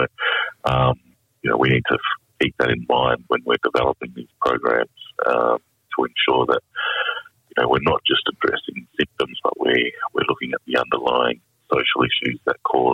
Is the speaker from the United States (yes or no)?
no; Broome, Western Australia, Australia; I'm originally from Broome and have connections to Yarru and Jabba country.